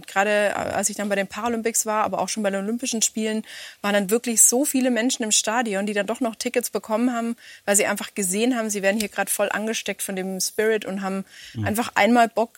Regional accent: Germany; moved away as an adult; now in Munich, Germany; Also ich habe 2001 in München studieren angefangen als Schwabe vom Bodensee

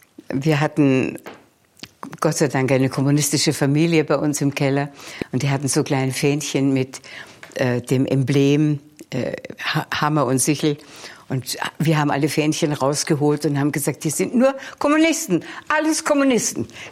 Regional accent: Vienna, Austria; born there; also born or lived in Lainz / Hietzing; Und dann kamen wir nach Leins, da wo ich geboren bin, zu der großen Kirche, hinter der unser Haus ist, immer noch.

